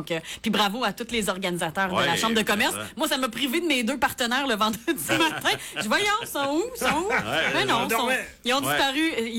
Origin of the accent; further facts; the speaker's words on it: Quebec, Canada; je suis une vraie Québécoise.